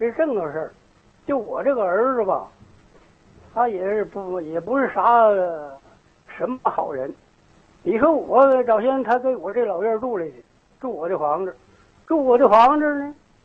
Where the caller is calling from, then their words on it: Jinzhou, Liaoning, China; 家是锦州市太和区，新民街道温家屯村